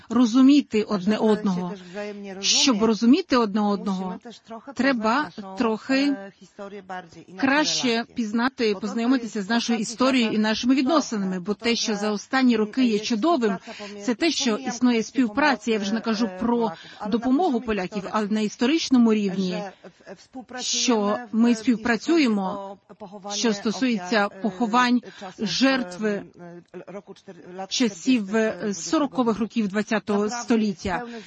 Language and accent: Ukrainian; Poland; Я, як полька